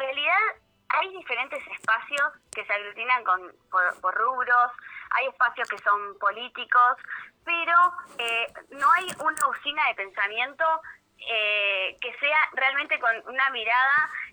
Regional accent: Atlántida, Canelones, Uruguay; Yo soy de Atlántida.

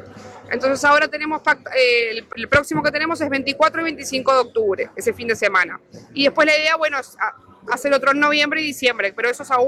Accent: Sauce, Canelones, Uruguay; Nosotros somos de Sauce, estamos por ruta 107, saliendo de Sauce

